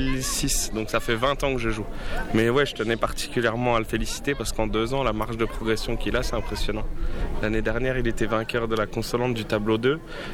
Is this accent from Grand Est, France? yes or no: yes; Nancy, Grand Est, France; moi, je viens de Nancy, en Meurthe-et-Moselle. Donc, j'ai traversé la France pour venir.